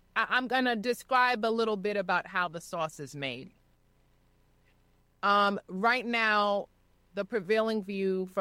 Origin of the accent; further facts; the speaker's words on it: New York City, New York, United States; I was born and raised in Brooklyn. I grew up in Brownsville.